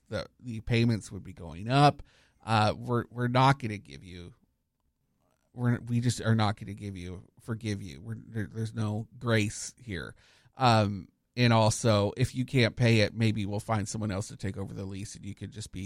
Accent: Canada; now in Orlando, United States; As a Canadian

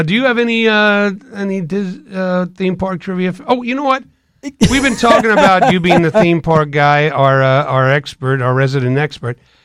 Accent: Long Island, New York, United States; now in Florida, United States; down here in Florida, but I grew up on Long Island

